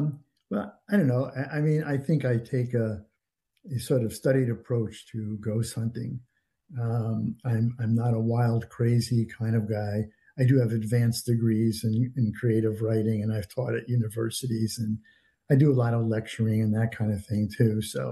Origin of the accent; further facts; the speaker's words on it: Connecticut, United States; I grew up in New England, Connecticut specifically